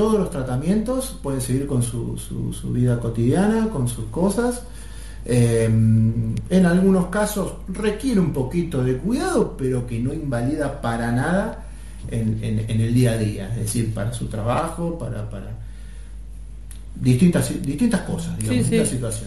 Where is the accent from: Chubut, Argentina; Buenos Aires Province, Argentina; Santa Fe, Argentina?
Santa Fe, Argentina; Rufino; yo soy oriundo de Rufino.